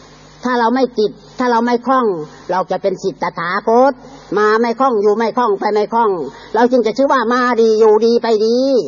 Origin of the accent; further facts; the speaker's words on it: Isan, Thailand; อาตมาก็เคยนั่งสมาธิอยู่เชียงใหม่3เดือนอาตมาอธิษฐานพูดกับเจ้าอาวาสท่านอาจารย์ผมมาจากอีสานผมมาบำเพ็ญอยู่เชียงใหม่